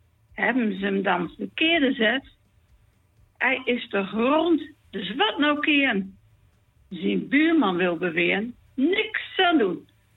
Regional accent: Zwolle, Overijssel, Netherlands; Langenholten, en daar ben ik opgegroeid.

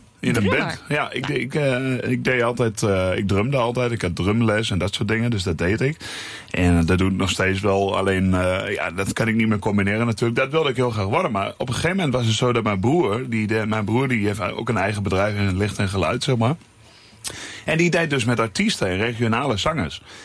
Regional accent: Enschede, Overijssel, Netherlands; also born or lived in Hengelo; Twente, ik hou van Twente, Overijssel. En ik kom officieel uit Hengelo, ben geboren, Enschede opgegroeid. Ik woon nu in Bieren, al 3,5 jaar bij mijn vriendin.

